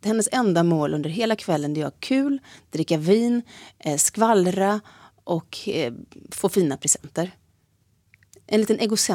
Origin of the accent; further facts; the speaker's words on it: Gothenburg, Västra Götaland County, Sweden; jag som gammal göteborgare känner inte igen mig